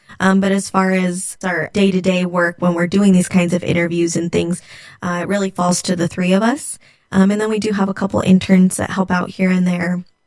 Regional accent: Modesto, California, United States; also born or lived in Irvine, California; Yeah, so I grew up here in Modesto

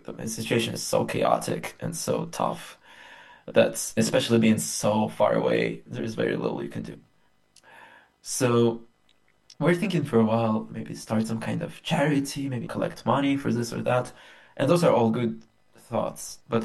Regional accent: Belarus; I grew up in Belarus, which is squeezed in between Russia and Ukraine, west of Russia, and mostly there I spent my kind of formative years.

